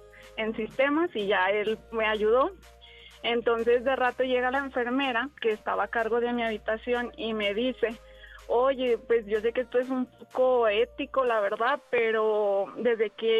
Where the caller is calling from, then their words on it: Guadalajara, Jalisco, Mexico; De Guadalajara, Jalisco.